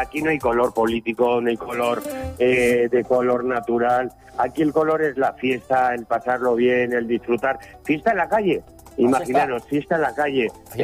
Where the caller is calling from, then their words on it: Navarre, Spain; yo como buen navarro